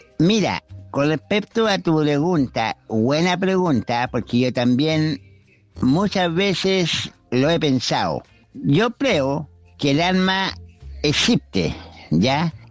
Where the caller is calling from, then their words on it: Chile; el amigo chileno